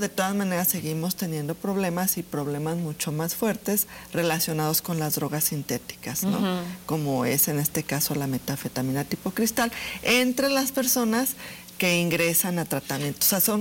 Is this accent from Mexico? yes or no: yes; Mexico; now in Aguascalientes, Mexico